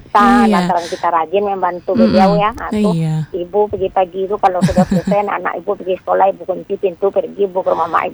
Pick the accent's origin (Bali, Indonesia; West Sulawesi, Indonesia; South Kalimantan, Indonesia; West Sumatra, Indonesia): West Sumatra, Indonesia; Kalau kita orang Minang kan ada bikin pange ikan